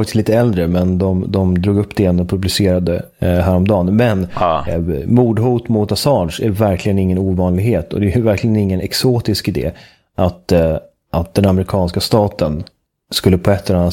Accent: Sweden; Känner jag faktiskt över att mitt hemland håller på med den här märkliga dansen.

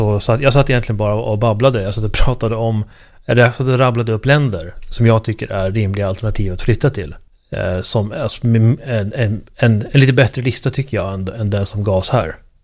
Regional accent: Sweden; som svensk så tror jag att man relativt enkelt kan ta sig in på den isländska arbetsmarknaden

